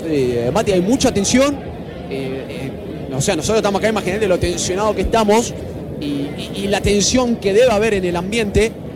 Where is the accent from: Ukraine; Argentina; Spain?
Argentina